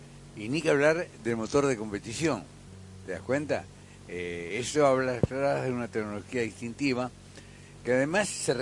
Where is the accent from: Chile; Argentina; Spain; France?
Argentina; Yo como argentino le agradezco a la Fino Babazo